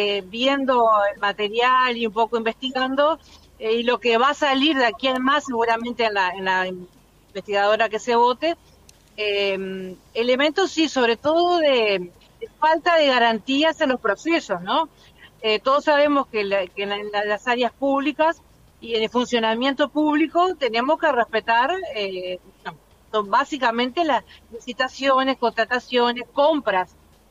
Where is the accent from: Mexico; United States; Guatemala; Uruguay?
Uruguay; Colonia; nos vamos a Colonia, en nuestro departamento